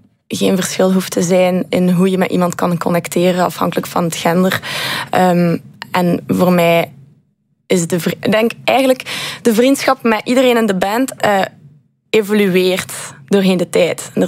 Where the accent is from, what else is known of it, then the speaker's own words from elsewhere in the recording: Ghent, Flanders, Belgium; first language Dutch; En ik kom van Gent, zoals je kan horen. Dus ik ben er mee opgegroeid.